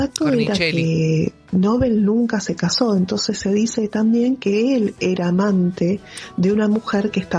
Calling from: Buenos Aires, Argentina; de Floresta.

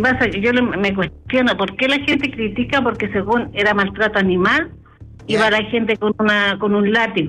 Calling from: Paine, Santiago Metropolitan Region, Chile; yo soy de la hermosa comuna de Paine.

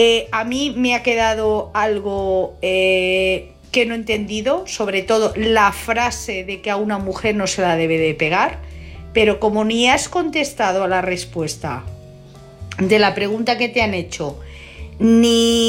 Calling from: Madrid, Community of Madrid, Spain; Hola, buenas noches. … de Madrid.

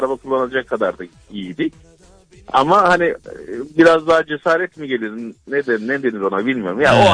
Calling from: Istanbul, Turkey; İstanbul'dan abi

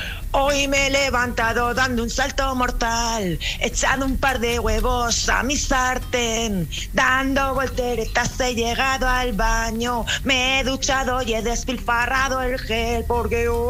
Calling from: Rafal, Valencian Community, Spain; de Rafal Alicante

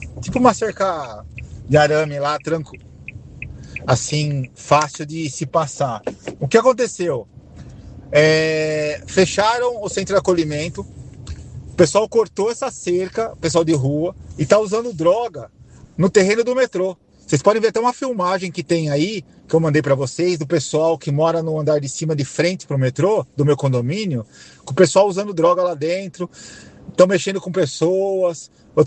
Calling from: São Paulo, Brazil; Eu moro na Mooca ali, é Bresser Mooca, na Rua Ipanema 686.

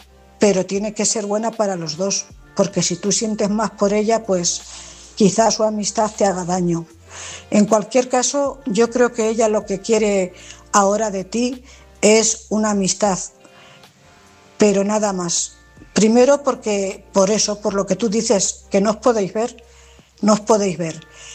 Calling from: Cuenca, Castilla-La Mancha, Spain; Buenas noches … corresponsal de Cuenca.

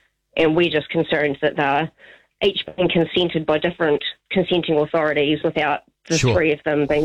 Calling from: Southland, New Zealand; we are a grassroots movement set up down here in Southland

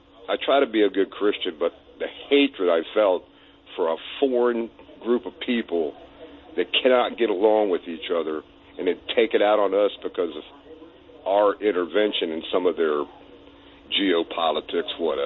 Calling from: Yuma, Arizona, United States; the reason I'm calling in here from Yuma

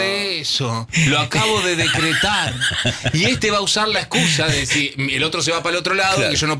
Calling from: Lezama, Buenos Aires Province, Argentina; de Lezama. ¿Sabés que los otros días empezamos a hablar con mi marido de irnos a algún lugar? Nosotros somos de un pueblito y ya estamos jubilados.

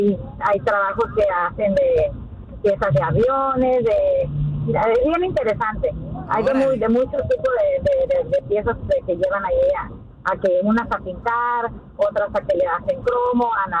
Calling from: Culiacán, Sinaloa, Mexico; Yo soy de Culiacán, Sinaloa.

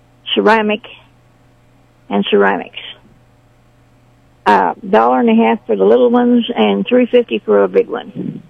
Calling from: Sedalia, Missouri, United States

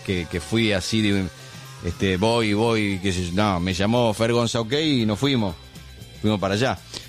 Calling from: Tucumán, Argentina; Tengo 26 años, soy de Tucumán.

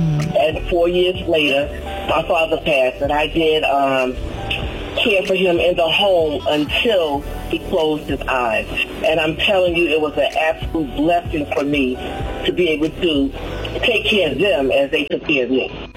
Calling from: Douglasville, Georgia, United States; I'm calling from Douglasville, Georgia.

